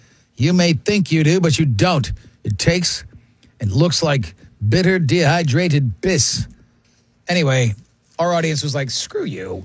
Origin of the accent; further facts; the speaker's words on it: New York City, New York, United States; born there; I was born in Brooklyn.